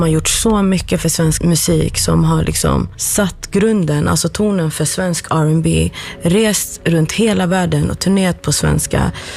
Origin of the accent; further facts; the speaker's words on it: Somalia; De pratar om mig i intervjun att jag är somalier.